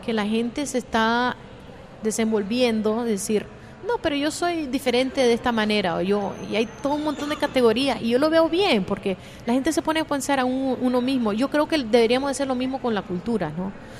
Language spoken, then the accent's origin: Spanish; Nicaragua; pero yo siempre digo que soy de Nicaragua porque